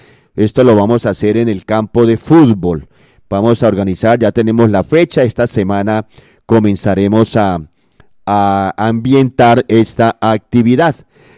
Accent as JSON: {"language": "Spanish", "region": "Huila", "country": "Colombia", "said": "nosotros como huilenses, como colombianos"}